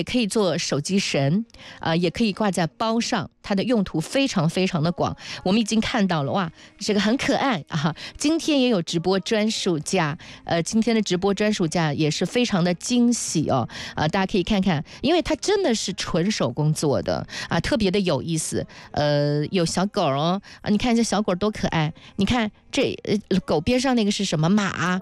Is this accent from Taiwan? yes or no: no; China; 所以就显示我们中国人的智慧了